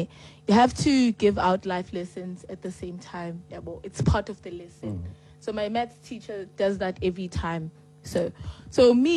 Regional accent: Motherwell, Eastern Cape, South Africa; Yeah, because there's a lot of crime happening in my area. We're from Motherwell. We're also from Motherwell too, by the way. Motherwell is known to be the worst, literally the worst areas in Gqeberha, in terms of a crime and all of that.

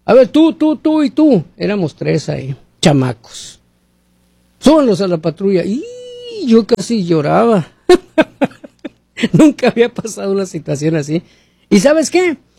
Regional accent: Mexico; now in United States; Yo entiendo porque soy mexicano

